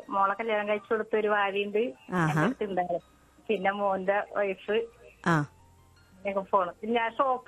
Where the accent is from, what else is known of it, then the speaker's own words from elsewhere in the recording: Njarakkal, Kerala, India; moved away as an adult; now in Cherai, India; എന്റെ സ്വന്തം വീട് ഞാർക്കിലാണ്, കെട്ടിച്ചിട്ടുണ്ടെക്കണ ചെറായിലാണ്.